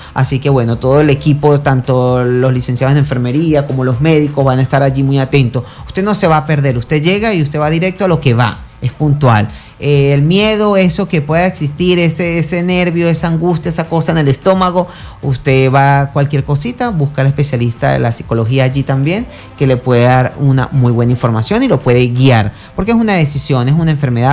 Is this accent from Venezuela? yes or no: yes; Venezuela; como venezolanos nos apoyemos y nos queramos un poco.